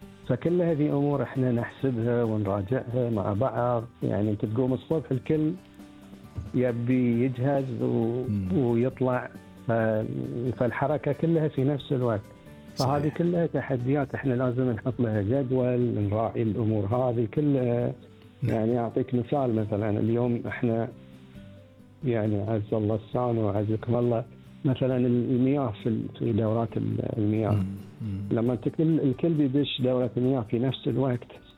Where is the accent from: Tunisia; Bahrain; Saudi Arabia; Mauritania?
Bahrain